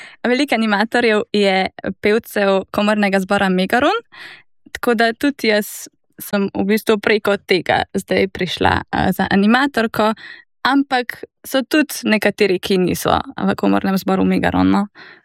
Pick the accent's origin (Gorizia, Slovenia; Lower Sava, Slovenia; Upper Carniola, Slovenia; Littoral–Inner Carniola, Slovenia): Littoral–Inner Carniola, Slovenia; Begunje pri Cerknici; prihajam iz Begum pri Cerkanci